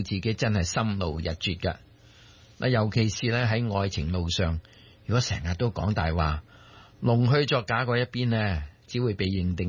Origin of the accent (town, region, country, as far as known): Guangdong, China